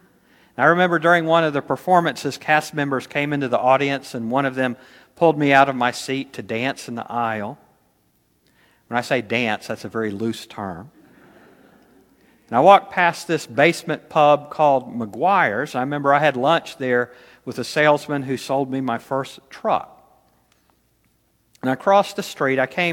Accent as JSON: {"language": "English", "town": "Hickory", "region": "North Carolina", "country": "United States", "tie": "born or raised there", "moved": "as an adult", "said": "my hometown of Hickory, North Carolina"}